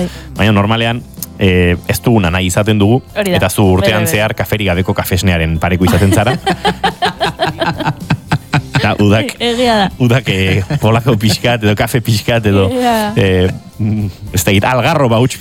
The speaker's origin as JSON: {"language": "Basque", "town": "Tolosa", "region": "Basque Country", "country": "Spain", "said": "Tolosarroi batzutan Tolosarroak deitzen gaituzte."}